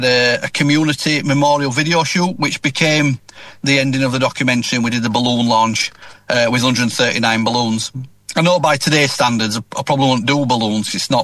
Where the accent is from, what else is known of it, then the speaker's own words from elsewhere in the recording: Dewsbury, Yorkshire and the Humber, United Kingdom; with growing up in Thornhill Lees, I started there, really. I mean, the park behind the house where I grew up used to be a Kilner bottle factory.